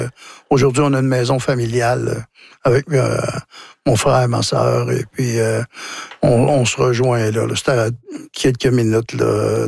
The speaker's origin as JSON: {"language": "French", "town": "Trois-Rivières", "region": "Quebec", "country": "Canada", "tie": "born there", "said": "Je suis né à Trois-Rivières, mais on passait tous nos étés le long de la rivière."}